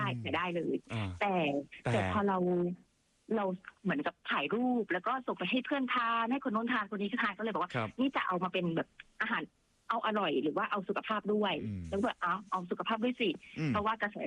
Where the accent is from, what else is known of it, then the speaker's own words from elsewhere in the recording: Phatthalung, Thailand; born there; moved away as an adult; เป็นสาวพัทลุงโดยกำเนิดนะคะ